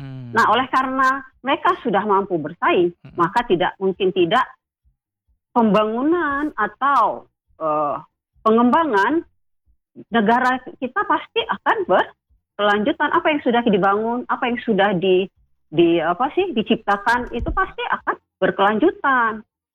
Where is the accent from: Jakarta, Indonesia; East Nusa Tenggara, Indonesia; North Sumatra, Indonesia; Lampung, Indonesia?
North Sumatra, Indonesia; Medan; saya kebetulan kan adanya lahir dan besar di daerah saya di Medan.